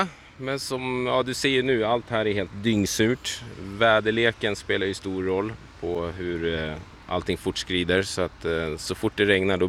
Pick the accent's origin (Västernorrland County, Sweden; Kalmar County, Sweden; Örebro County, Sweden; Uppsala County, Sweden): Uppsala County, Sweden; Uppsala; jag är född här i Uppsala. Så det här var liksom platsen där jag sprang jättemycket med mormor när jag var liten. Sent 80-tal, tidigt 90-tal.